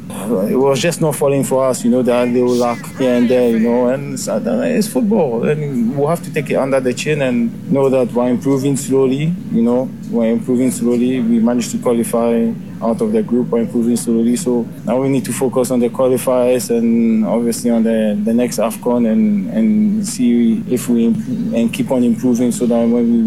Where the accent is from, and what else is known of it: Ghana